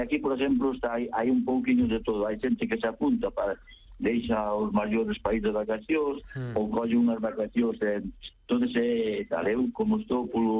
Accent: Oza-Cesuras, Galicia, Spain; Moi buenas. Son de Oza, Cesuras.

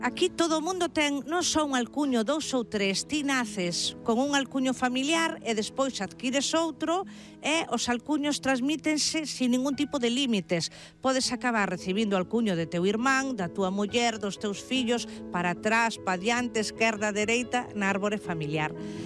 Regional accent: Illa de Arousa, Galicia, Spain; Coruña é a veciñanza da Illa de Arousa, que somos provincia de Pontevedra.

